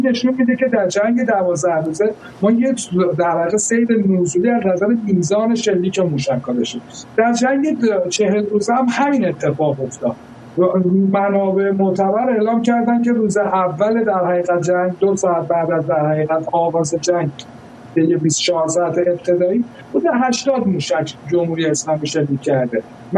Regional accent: Iran; من به عنوان یک ایرانی

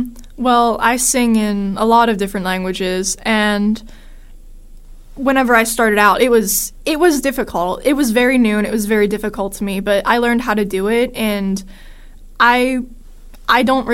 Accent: Monaca, Pennsylvania, United States; I'm from Monaca.

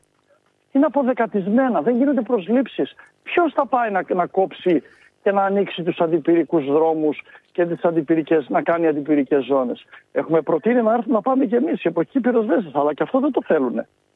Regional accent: Thessaloniki, Central Macedonia, Greece; εγώ είμαι από Θεσσαλονίκη και ήρθα και στην έδρα μας στην Αθήνα

